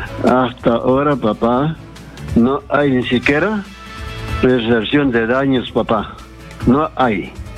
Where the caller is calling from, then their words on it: Ica, Peru; De acá de Ica, papá. De acá de Ica